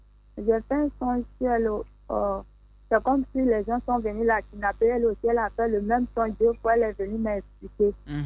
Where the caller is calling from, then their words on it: Côte d’Ivoire; J'appelle de... Agban.